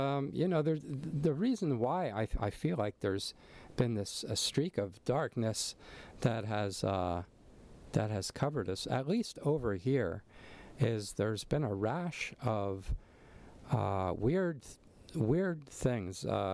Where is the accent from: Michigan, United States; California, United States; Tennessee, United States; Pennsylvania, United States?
Pennsylvania, United States; Allentown; now in Kona, United States; Coming to you once again from the Lehigh Valley, specifically Allentown, Pennsylvania, my hometown, where, you know, I've come to visit now